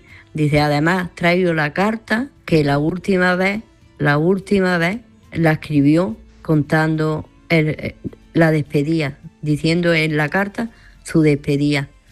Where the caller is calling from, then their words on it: Granada, Andalusia, Spain